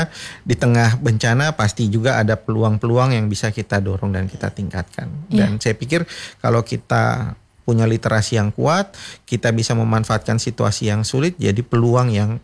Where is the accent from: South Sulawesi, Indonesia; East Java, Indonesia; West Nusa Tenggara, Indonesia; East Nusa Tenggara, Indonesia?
West Nusa Tenggara, Indonesia; termasuk saya sendiri juga sebagai warga NTB